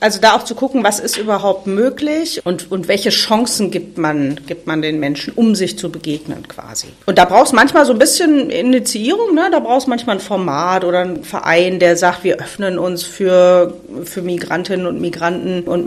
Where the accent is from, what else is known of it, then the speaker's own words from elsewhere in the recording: East Germany, Germany; Wo man als Ossi denkt, ernsthaft?